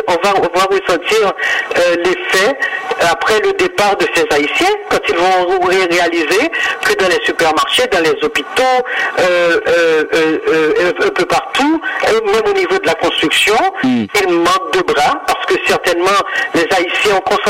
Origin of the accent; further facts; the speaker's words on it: Haiti; Parce que je pense que quand on dit qu'on est Haïtien, cela importe une forte responsabilité.